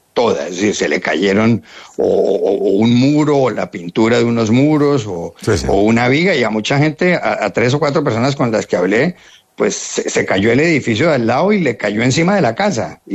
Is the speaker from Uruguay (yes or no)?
no; Cali, Valle del Cauca, Colombia; born there; Cali, que es la tercera ciudad de Colombia, yo nací en Cali, que es como el equivalente a Valencia